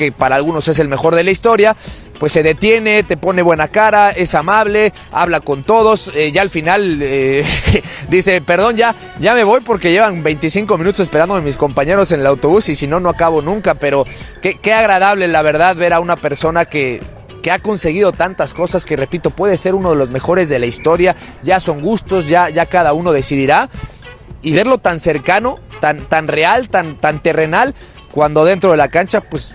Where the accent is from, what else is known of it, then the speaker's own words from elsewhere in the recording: Mexico; pero pues soy de México y te quiero preguntar sobre esto